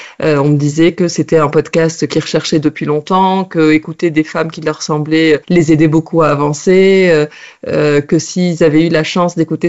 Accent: Tunisia; moi, je suis née en Tunisie et j'ai grandi en Tunisie

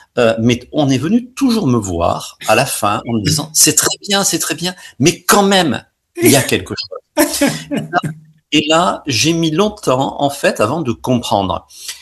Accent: Perpignan, Occitanie, France; born there; also born or lived in Jura / Paris

